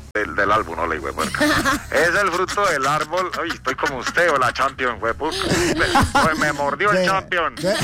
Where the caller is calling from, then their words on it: Pachavita, Boyacá, Colombia; yo la estoy llamando aquí desde Pachavita. Pachavita, Pachavita City.